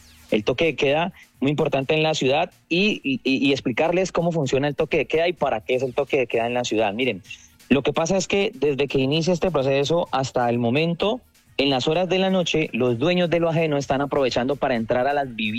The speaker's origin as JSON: {"language": "Spanish", "country": "Colombia", "said": "Somos colombianos en pro"}